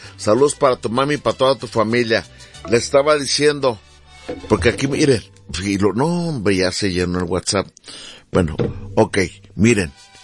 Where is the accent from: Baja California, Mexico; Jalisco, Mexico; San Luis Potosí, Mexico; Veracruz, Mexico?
Jalisco, Mexico; Guadalajara; now in El Paso, United States; Yo radico acá en El Paso, Texas. Soy originaria de Guadalajara.